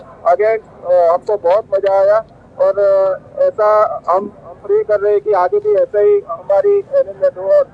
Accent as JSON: {"language": "Hindi", "town": "Ahmedabad", "region": "Gujarat", "country": "India", "said": "मैं अहमदाबाद से आया हूँ मैडम, अहमदाबाद।"}